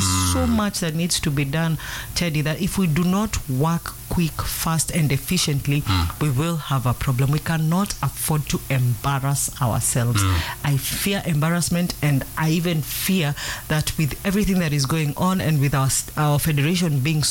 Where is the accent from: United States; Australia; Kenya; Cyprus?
Kenya